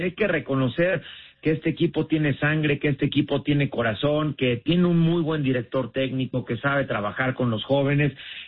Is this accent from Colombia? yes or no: no; Mexico